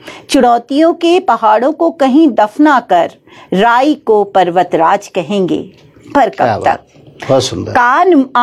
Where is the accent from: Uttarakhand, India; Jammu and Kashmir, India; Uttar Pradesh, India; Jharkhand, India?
Uttarakhand, India; तो हम अपने उसमें देखें तो हमारे लिए गढ़वाली, कुमाऊनी, जौनसारी, ये भाषाएं जो हैं, ये भाषाएं हमारी मातृभाषा हम इनको कह सकते हैं।